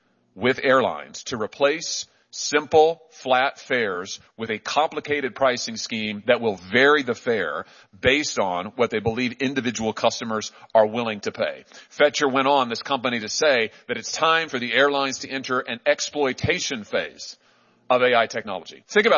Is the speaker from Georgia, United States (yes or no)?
no; Missouri, United States; What if I told you that Lyft has charged 55 separate riders in my home state of Missouri 29 different prices for the same exact route at the same exact time